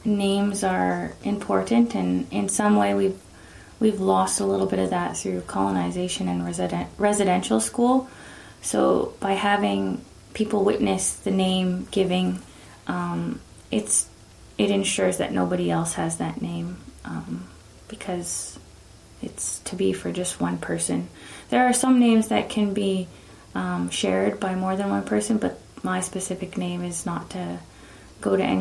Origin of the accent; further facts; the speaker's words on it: Penticton, British Columbia, Canada; And I said that I'm from Penticton.